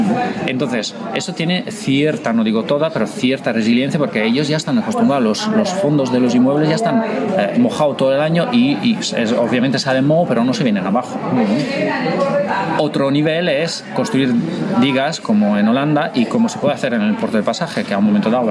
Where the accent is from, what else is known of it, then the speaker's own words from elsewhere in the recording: Italy; Tú conoces Venecia, yo soy italiano y yo he estado en Venecia varias veces con el agua en la plaza.